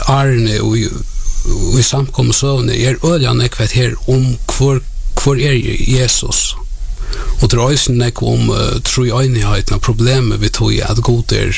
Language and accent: Swedish; Klaksvík, Faroe Islands; Ja, jag kommer från Klagsvåg och fattar uppvaksen från Klagsvåg